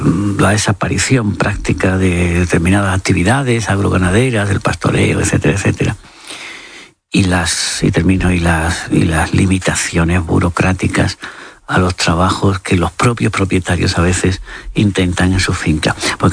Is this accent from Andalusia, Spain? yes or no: yes; Marchena, Andalusia, Spain; cuadros extraordinarios de las quemas de rastrojo en la Vega de Carmona y en el Viso y todo eso, aparte de mi pueblo, de Marchena, etc.